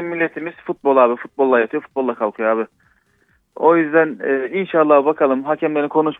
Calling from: Istanbul, Turkey; ben İstanbul'dan.

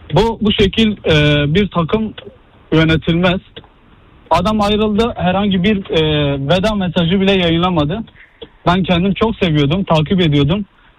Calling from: Istanbul, Turkey; İstanbul'dan arıyorum, Esenyurt'tan.

